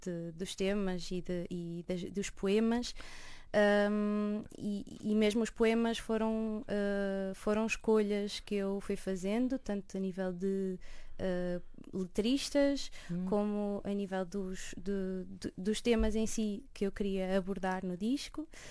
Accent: Coimbra, Centro, Portugal; moved away; Sinto que ainda a minha rua ainda é em Coimbra. É onde estão as minhas raízes, na verdade.

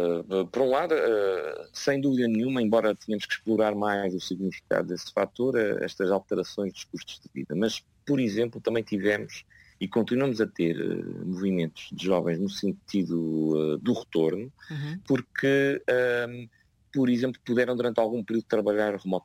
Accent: Azores, Portugal; moved away; eu sou originalmente dos Açores

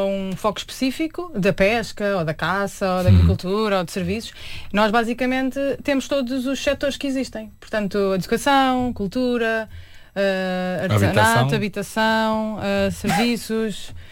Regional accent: Sintra, Lisbon, Portugal; moved away as an adult; eu sou de Sintra e fui viver para Lisboa, logo na minha altura de universitária, não é?

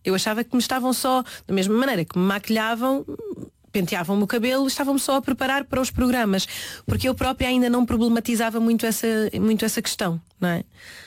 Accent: Oeiras, Lisbon, Portugal; accent: Oeiras; eu nasci em Oeiras, o que é que queriam que eu falasse?

